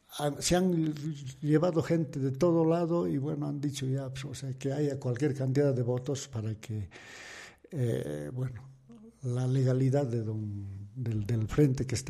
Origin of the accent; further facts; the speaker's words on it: Bolivia; me considero un bartolino de esos que no hay por qué. Somos aquí en Bolivia somos indios, taras y somos de todo, pues.